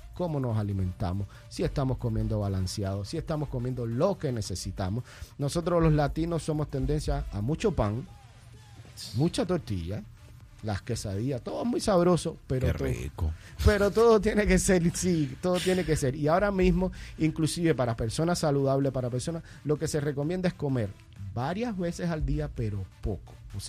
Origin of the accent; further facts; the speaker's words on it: Cuba; now in Las Vegas, United States; En Cuba, de donde soy